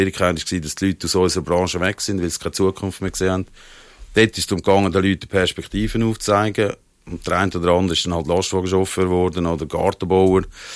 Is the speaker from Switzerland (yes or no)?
yes; Central Switzerland, Switzerland; ich komme natürlich eigentlich aus der Innerschweiz